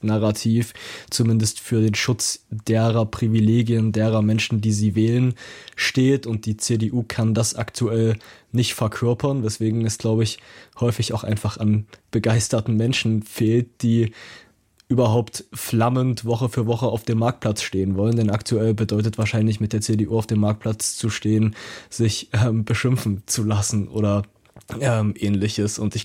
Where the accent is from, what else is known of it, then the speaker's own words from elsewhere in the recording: Zwickau, Saxony, Germany; Ich frage mich manchmal, wenn ich irgendwie in meiner Heimatstadt Zwickau unterwegs bin oder in anderen kleineren ostdeutschen Städten